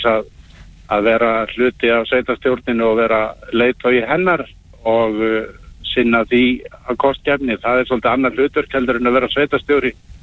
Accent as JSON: {"language": "Icelandic", "town": "Hvalfjarðarsveit", "region": "Western Region", "country": "Iceland", "tie": "born or raised there", "said": "Þetta er mín heimasveit og ég hafði bara metnað fyrir því að fara og bjóða mig fram mína krafta í minni heimasveit"}